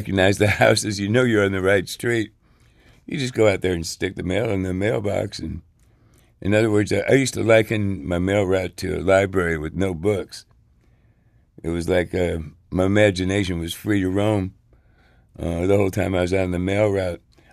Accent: Maywood, Illinois, United States; I was 10 miles directly from the lakefront. That's how close Maywood was to the edge of Chicago. We grew up on Madison Avenue, which is the dividing line between North Chicago and the North Side and the South Side.

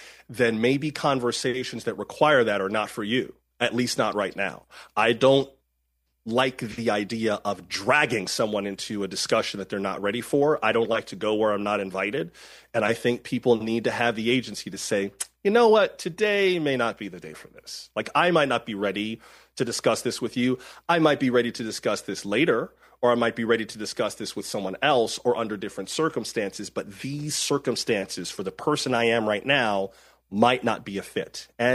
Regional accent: Palm Beach County, Florida, United States; Yeah, and I grew up in South Florida. I'm from Palm Beach County, Florida

